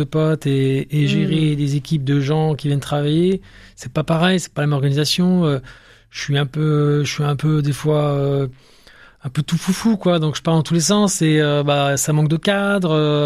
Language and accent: French; France; accent: French; Tout mon French accent qui déforme tout.